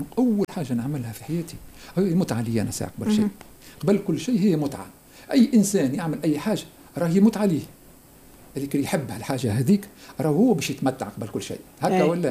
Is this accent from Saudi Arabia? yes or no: no; Tunisia; خاطر عنا نحن أصول أمازيغية في تونس